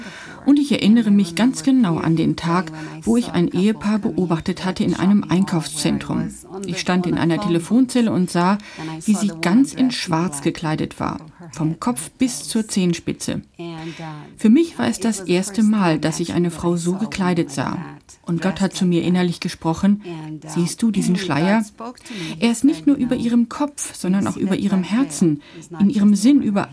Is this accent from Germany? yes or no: no; Brazil; Ich bin ja Brasilianerin. Ich dachte, ich wüsste eine Menge über die Not der Frauen in Südamerika.